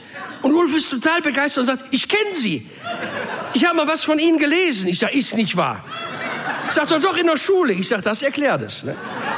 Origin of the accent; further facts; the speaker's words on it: North Rhine-Westphalia, Germany; Bei uns im Pott sagst du Hiopai zu sowas.